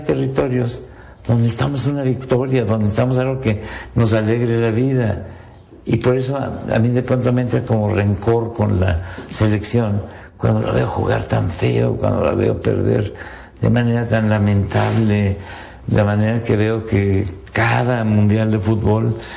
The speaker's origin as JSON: {"language": "Spanish", "country": "Mexico", "said": "Caemos los mexicanos"}